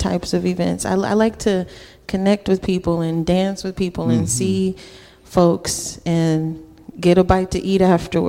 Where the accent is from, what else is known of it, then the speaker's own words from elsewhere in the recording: Chicago, Illinois, United States; also born or lived in Kalamazoo, Michigan; I'm from Chicago, but I went to school in Michigan.